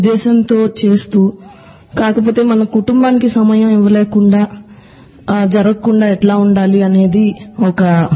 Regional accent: Chennai, Tamil Nadu, India; నేను చెన్నై నుంచి వచ్చాను.

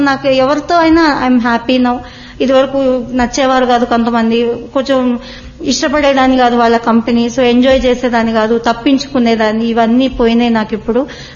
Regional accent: Hyderabad, Telangana, India; నేను ఇక్కడే పుట్టి పెరిగాను, ఆల్మోస్ట్ వారానికోసారి కోటీకి వెళ్లేదాన్ని.

